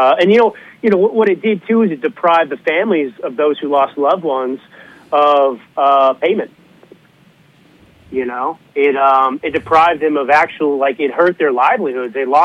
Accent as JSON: {"language": "English", "town": "Dallas", "region": "Texas", "country": "United States", "tie": "born or raised there", "also_born_or_lived": "Malibu / New York City", "moved": "as an adult", "said": "I grew up in Dallas, Texas, but I went to an all-male Jesuit elitist college prep school for high school."}